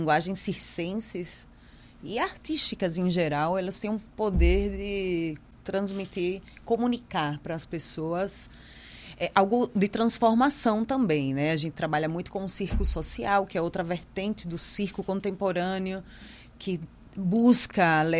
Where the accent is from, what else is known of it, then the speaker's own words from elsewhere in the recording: Alagoas, Brazil; Eu sou alagoana.